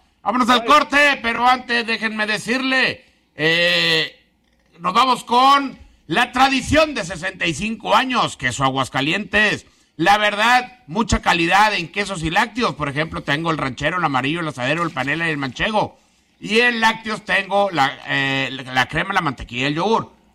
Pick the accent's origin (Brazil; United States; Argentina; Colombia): Brazil; Yo soy brasileño.